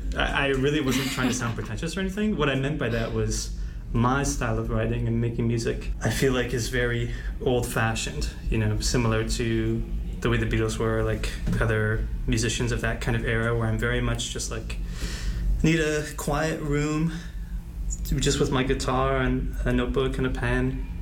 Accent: Orillia, Ontario, Canada; I'm Canadian and... I'm from a small town called Orillia, a couple hours north of Toronto. And I don't know, maybe there's like a small town accent thing or something, but like, I don't know, my family doesn't think I have an accent

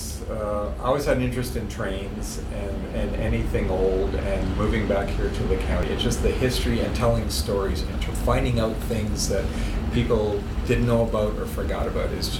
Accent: Trenton, Ontario, Canada; Well, born and raised in Trenton, my dad and mom have both served in the Air Force.

